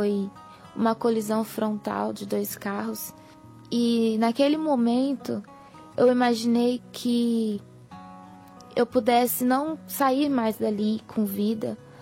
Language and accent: Portuguese; Araçatuba, São Paulo, Brazil; sou de Araçatuba, interior de São Paulo.